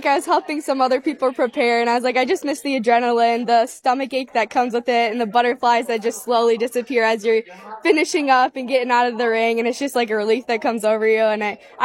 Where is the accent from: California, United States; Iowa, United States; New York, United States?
Iowa, United States; Rickardsville; I'm from Rickardsville.